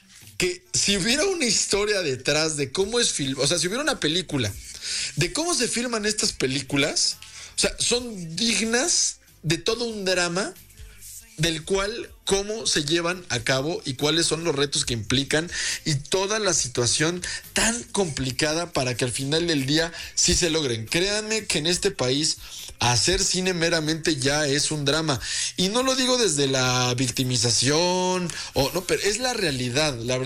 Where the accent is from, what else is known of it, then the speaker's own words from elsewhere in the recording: Mexico; soy mexicano y sí puedo, ¿no?